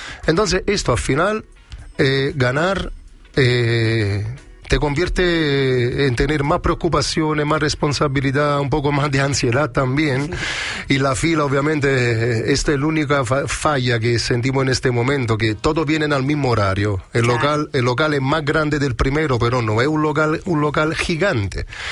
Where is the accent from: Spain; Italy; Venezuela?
Italy; Naples, Campania; moved away; vengo de Nápoles